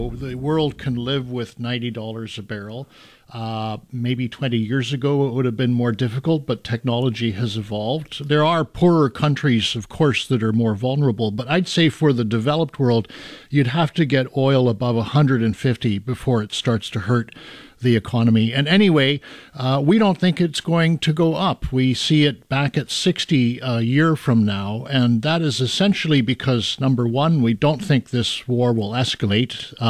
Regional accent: Canada; I'm from Canada

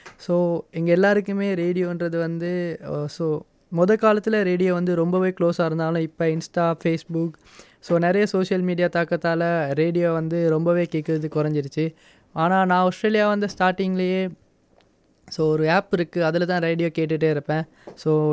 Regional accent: Sri Lanka; So நான் வந்து ஸ்ரீலங்காவில் பிறந்து வளர்ந்தவன்.

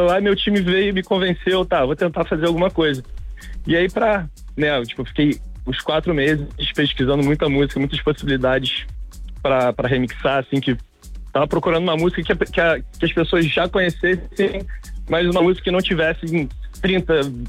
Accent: Rio de Janeiro, Brazil; Rio de Janeiro, praia de Copacabana. Sou nascido e criado aqui.

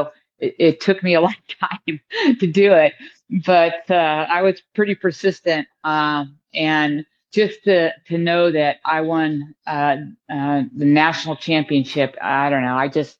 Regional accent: United States; as an American

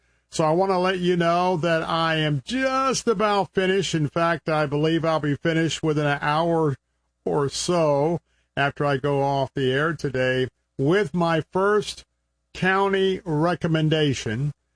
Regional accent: Tampa, Florida, United States; as we're broadcasting from our studios here in my hometown of Tampa, Florida.

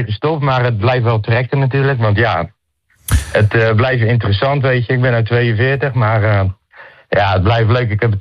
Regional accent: Rotterdam, South Holland, Netherlands; En die doen bijvoorbeeld, ik kom natuurlijk uit Rotterdam-Zuid, bij de Kuip hele mooie schilderijen en muurschilderingen

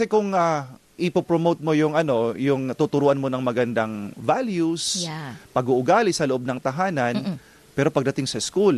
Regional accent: Bicol Region, Philippines; I come from Sorsogon po.

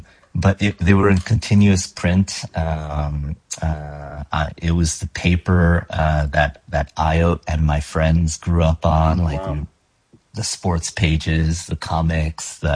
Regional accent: New Jersey, United States; I'm commuting in from Jersey. So I was born and raised in Jersey.

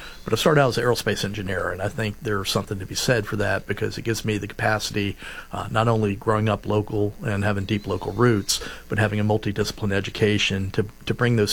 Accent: Florida, United States; So I grew up in Seminole County, 1985, graduate of Lake Mary High School, came from very humble beginnings.

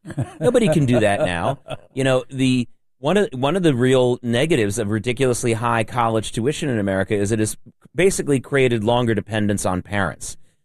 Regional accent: Norfolk, Virginia, United States; now in New York, United States; You know, before I came to New York, I was growing up in Norfolk, Virginia.

